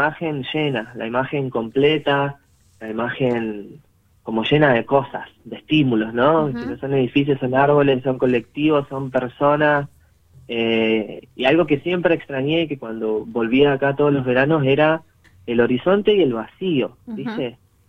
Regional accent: Perito Moreno, Santa Cruz, Argentina; Nacido y criado acá en Perito. Mi familia no es oriunda o originaria de acá del sur, son santafesinos. Toda mi familia es de la provincia de Santa Fe.

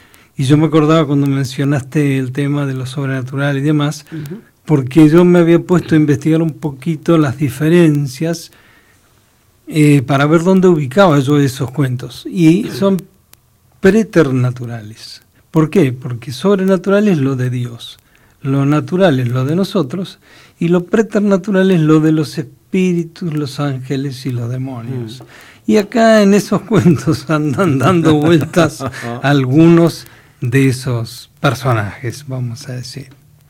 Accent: Caleta Olivia, Santa Cruz, Argentina; also born or lived in Comodoro Rivadavia; Yo soy nacido en Comodoro Rivadavia y criado en Caleta Olivia, cuando Caleta tenía 5.000 habitantes.

